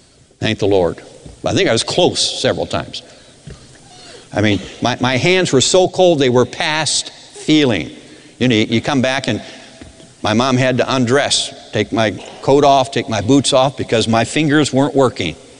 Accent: Midwest, United States; moved away; I grew up in the Midwest. It gets cold up there.

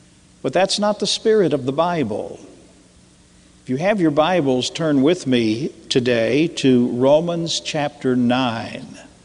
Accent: United States; I am an American and I love America

